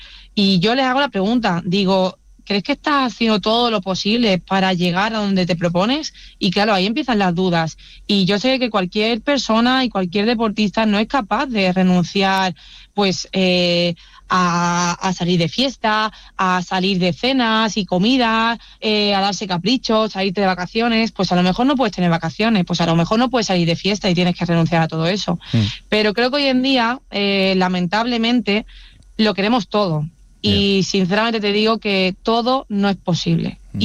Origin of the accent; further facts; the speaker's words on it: Huelva, Andalusia, Spain; cuando bajé a mi tierra, a Huelv